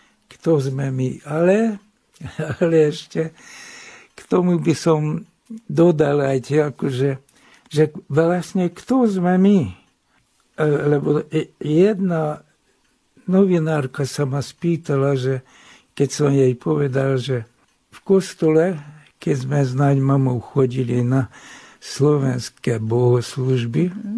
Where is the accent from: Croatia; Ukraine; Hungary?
Hungary; Szarvas, Békés; Tak som jej to povedal, že som Sarvašan.